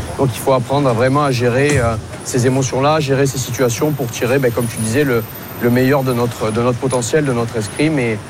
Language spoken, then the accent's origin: French; Marseille, Provence-Alpes-Côte d'Azur, France; moved away; je viens de Marseille